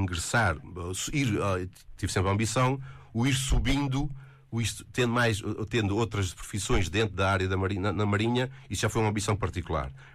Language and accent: Portuguese; Santa Maria, Azores, Portugal; moved away as an adult; regressar à minha terra